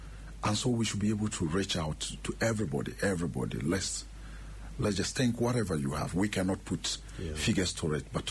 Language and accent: English; Ghana; That doesn't make you a Ghanaian. As a Ghanaian, when your colleague, especially when the dead body, we respect the dead so much.